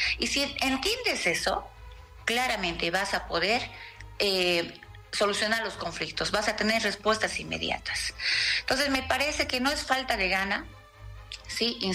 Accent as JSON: {"language": "Spanish", "country": "Bolivia", "said": "a todos como ciudadanos bolivianos"}